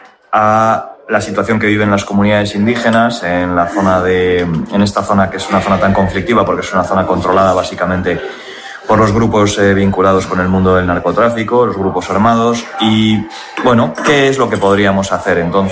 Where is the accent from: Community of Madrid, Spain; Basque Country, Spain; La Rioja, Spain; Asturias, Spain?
Basque Country, Spain; Getxo; las personas que hemos nacido y que hemos crecido en este pueblo, ¿no? En esta zona concreta del pueblo.